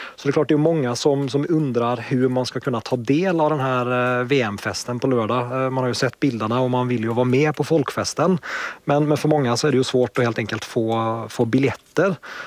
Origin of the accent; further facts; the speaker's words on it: Norway; Swedish is a second language; Men jag får också säga, alltså, som norrman så har jag inte aldrig, jag har ingen träning i att se landslaget spela på den här nivån.